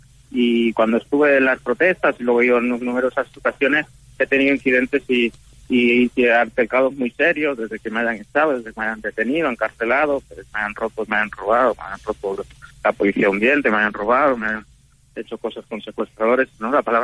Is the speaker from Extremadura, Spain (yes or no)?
yes; Don Benito, Extremadura, Spain; born there; Yo nací en España, en Badajoz, Don Benito, en Extremadura, en el sur de España.